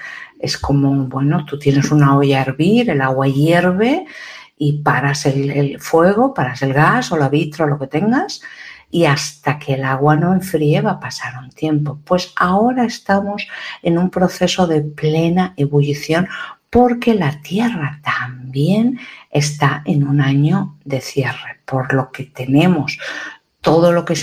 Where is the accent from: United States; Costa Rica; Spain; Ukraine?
Ukraine; Por lo menos en mi país, de Ucrania